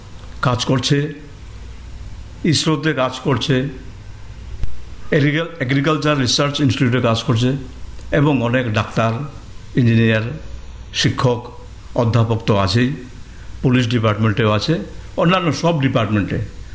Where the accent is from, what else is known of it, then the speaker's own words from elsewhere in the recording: Kailashahar, Tripura, India; চণ্ডীপুর গ্রাম, যেটা আমরা বলি মনো নদীর পশ্চিম পার, সেখানে চণ্ডীপুর গ্রামে আমার শৈশব কেটেছে। শৈশব কি, আমার কৈশোর যৌবন সবই কেটেছে চণ্ডীপুর গ্রামে, কৈলাসের অন্তর্গত চণ্ডীপুর গ্রামে।